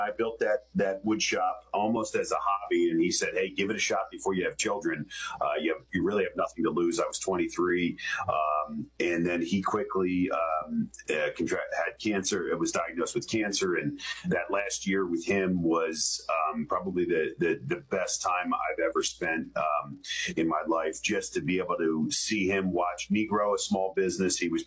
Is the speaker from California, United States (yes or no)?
no; Lansdale, Pennsylvania, United States; Yeah, I grew up here in Lansdale. Still have my company here. I am the youngest of four, three older sisters.